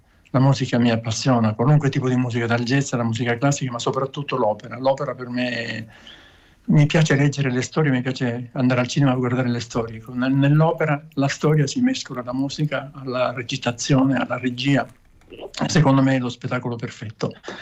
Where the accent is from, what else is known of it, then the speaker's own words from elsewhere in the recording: Sicily, Italy; born there; Dunque, io sono nato in Sicilia da un padre siciliano e mamma trentina, e molti anni fa, oramai.